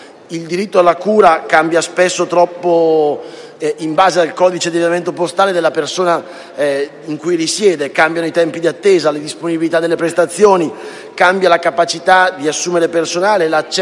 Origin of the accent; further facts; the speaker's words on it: Lombardy, Italy; lo dico da lombardo